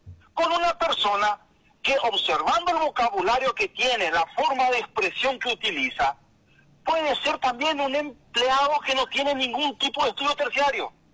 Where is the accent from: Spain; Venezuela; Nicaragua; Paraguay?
Paraguay; los paraguayos no condenamos eso